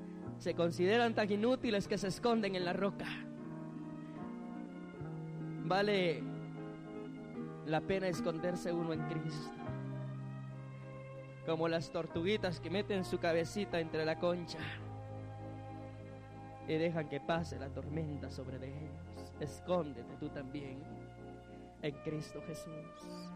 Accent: San Pedro, Guatemala; usted va a ver esa casita de adobe donde viven mis padres, donde yo nací.

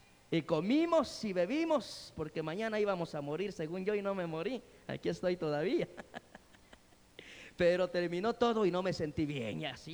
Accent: Guatemala; born there; moved away; Y ahí crecí yo. Y los que ya conocen mi casa saben que mis papás viven en una casita de adobe allá en el pueblo.

